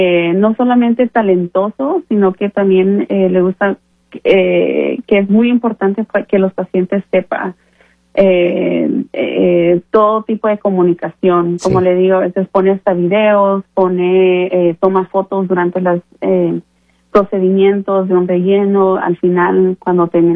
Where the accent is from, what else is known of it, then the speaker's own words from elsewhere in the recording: Guatemala; Yo soy de Guatemala originalmente.